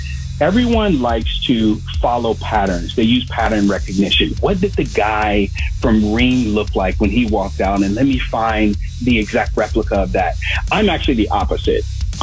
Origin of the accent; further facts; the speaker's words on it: Chicago, Illinois, United States; I'm from the South Side of Chicago. We have trust issues just from the start.